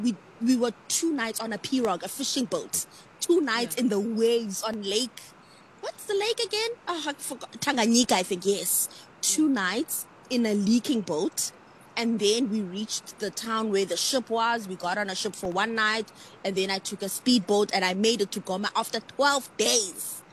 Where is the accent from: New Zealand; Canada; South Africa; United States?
South Africa; as a South African.